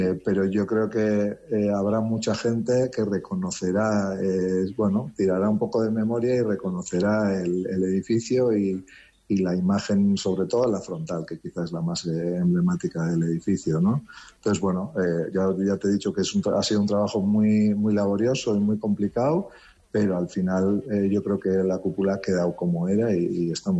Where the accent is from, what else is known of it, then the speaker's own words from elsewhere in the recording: San Sebastián, Basque Country, Spain; pues soy ciudadano de San Sebastián y también soy turista.